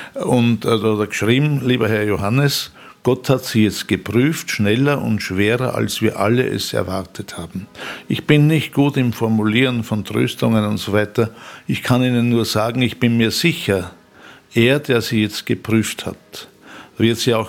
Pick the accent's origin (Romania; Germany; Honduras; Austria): Austria; Upper Austria; aber wenn ich in meine Heimat fahre, da fängt dann der Kobernausserwald an und so, da wird schon sehr hügelig und waldig.